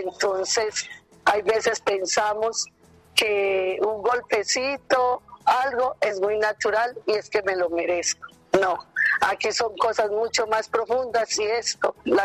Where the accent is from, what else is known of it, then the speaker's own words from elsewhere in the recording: Arauca, Caldas, Colombia; especialmente en mi pueblo Arauca